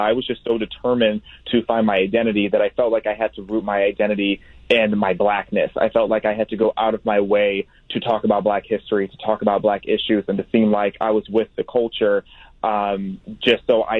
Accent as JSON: {"language": "English", "town": "Pontiac", "region": "Illinois", "country": "United States", "tie": "born or raised there", "also_born_or_lived": "Chicago", "said": "So I was born in Southside Chicago, and then I grew up in the middle of nowhere cornfields of central Illinois, a small town called Pontiac."}